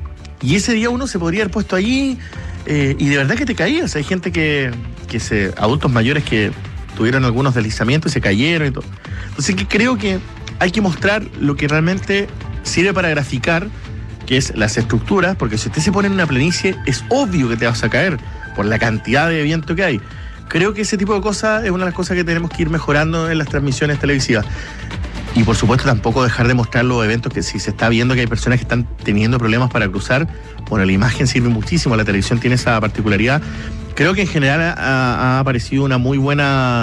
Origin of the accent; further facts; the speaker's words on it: Magallanes and Chilean Antarctica, Chile; los que somos de Magallanes conocemos.